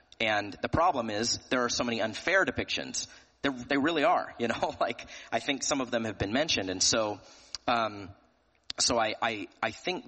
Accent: Tennessee, United States; I'm from Tennessee.

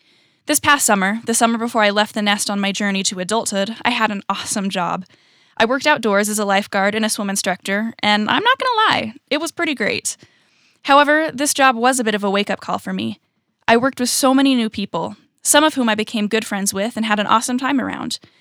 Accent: California, United States; also born or lived in Utah / Virginia; I was born in Utah, but I was raised in California and in Virginia, and currently I'm a freshman at college.

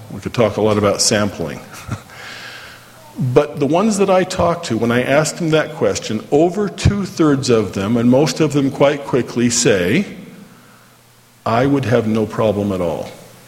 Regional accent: Orem, Utah, United States; and I grew up here in Orme, so I know it was just a little bit south of there

